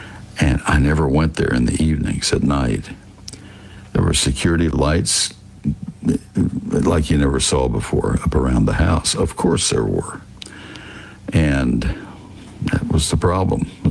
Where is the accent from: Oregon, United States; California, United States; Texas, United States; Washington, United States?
Texas, United States; I grew up in Texas, but my degrees are both from Ohio State